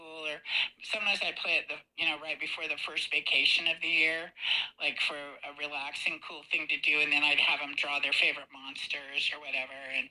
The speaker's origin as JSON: {"language": "English", "town": "Fresno", "region": "California", "country": "United States", "tie": "born or raised there", "said": "McFarland is this very agricultural town, and I grew up in Fresno."}